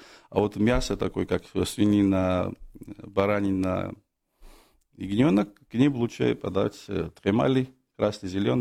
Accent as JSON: {"language": "Russian", "country": "Georgia", "lives_now": "Moscow, Russia", "said": "я представитель прекрасной Грузии, я из Грузии, но давно в России, в Москве"}